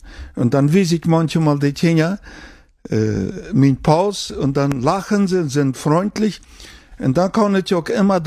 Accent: Almaty, Kazakhstan; German is a second language; now in Germany; Also wir kommen nur Deutschland von Kasachstan, dort ist Alma-Ata. Da haben wir die letzten Jahre gelebt und von dort kommen wir auch nur Deutschland.

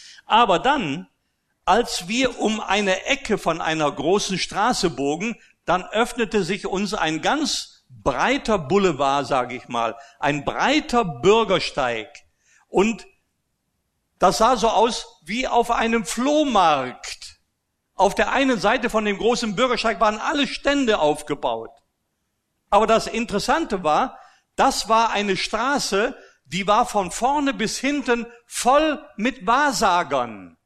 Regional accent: Austria; ich bin ja in Österreich groß geworden, römisch-katholisch.

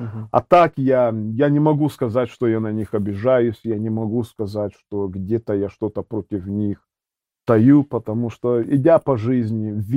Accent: Ukraine; born there; но когда я родился на Украине, в те времена, 1985 год

